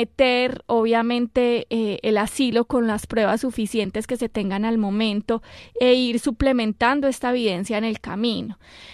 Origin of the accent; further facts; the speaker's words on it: Colombia; accent: Colombian; now in United States; yo soy colombiana, como mi acento lo dice